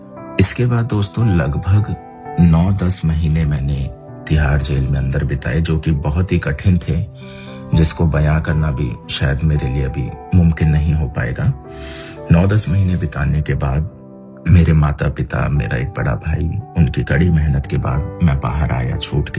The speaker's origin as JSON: {"language": "Hindi", "region": "Delhi", "country": "India", "said": "मैं दिल्ली का रहने वाला हूँ।"}